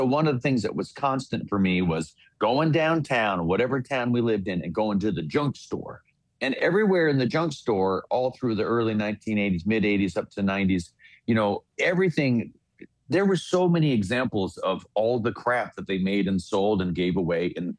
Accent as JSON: {"language": "English", "region": "Virginia", "country": "United States", "tie": "born or raised there", "said": "Well, all the presidents were from my region, and I went to, many of their homes, three presidential homes."}